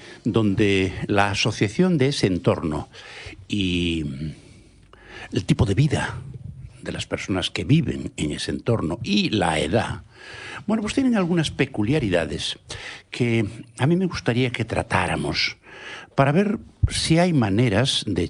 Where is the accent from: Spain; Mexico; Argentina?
Spain; Galicia; yo me conozco muy bien el de mi tierra, en Galicia